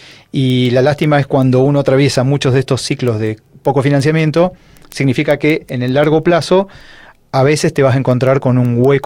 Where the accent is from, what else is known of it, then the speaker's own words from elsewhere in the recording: Argentina; Somos Argentina